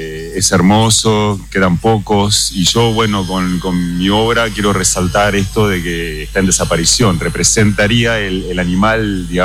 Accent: Buenos Aires, Argentina; also born or lived in Paris, France / England; now in Sweden; yo me crié en Buenos Aires.

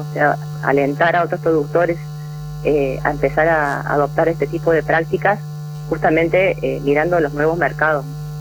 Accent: Córdoba, Argentina; also born or lived in Corrientes / Buenos Aires; yo soy cordobesa, me recibí en la Nacional acá en Córdoba, y en ese año me fui a trabajar a Corrientes

